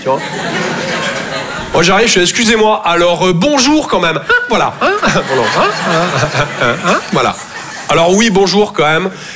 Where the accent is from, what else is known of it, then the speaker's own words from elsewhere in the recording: Toulouse, Occitanie, France; Je viens de Toulouse à la base. Ouais, ça s'entend un peu, ouais. Mon accent, c'est vraiment comme mon sexe, je sors que quand je suis en confiance.